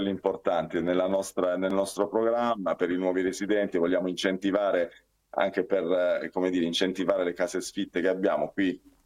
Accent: Montemesola, Apulia, Italy; mi piacerebbe vedere la mia provincia, il mio paese, la mia provincia rinascere

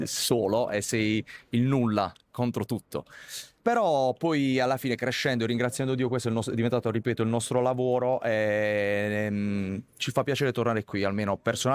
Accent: Bari, Apulia, Italy; Noi veniamo da Bari

